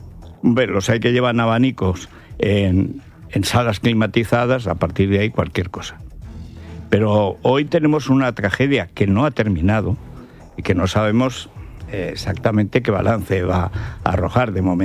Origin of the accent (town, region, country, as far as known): Castilla-La Mancha, Spain; born or raised there